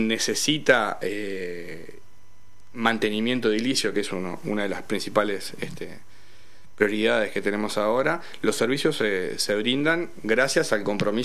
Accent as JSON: {"language": "Spanish", "region": "Montevideo", "country": "Uruguay", "moved": "yes", "said": "yo soy de Montevideo."}